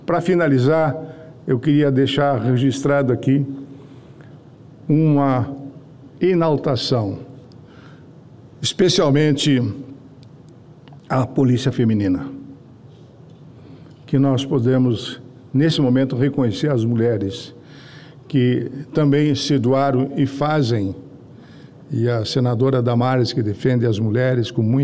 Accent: Rio Grande do Sul, Brazil; now in Brasília, Brazil; eu sou lá das Missões, fronteira com a Argentina, que pertencia à Espanha, as Missões. Sete povos das Missões, que pertenciam à Espanha.

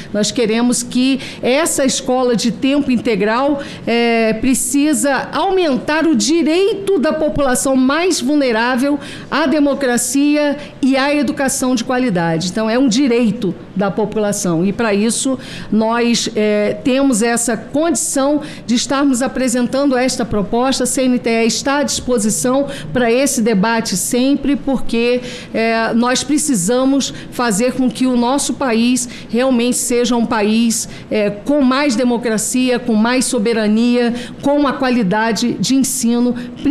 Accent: Campos dos Goytacazes, Rio de Janeiro, Brazil; eu sou de Campos Goytacazes.

